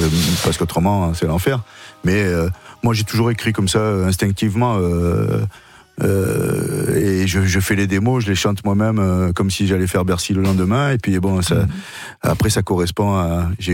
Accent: Marseille, Provence-Alpes-Côte d'Azur, France; J'ai grandi à Marseille.

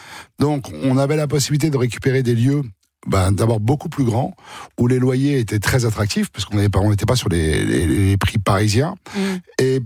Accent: Suresnes, Île-de-France, France; born there; En fait, moi, je suis né à Suresnes, donc je me suis toujours un peu baladé dans les villes des Hauts-de-Seine.

